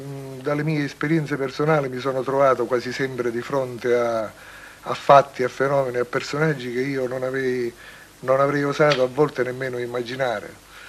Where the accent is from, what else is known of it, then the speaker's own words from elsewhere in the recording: Sicily, Italy; io da siciliano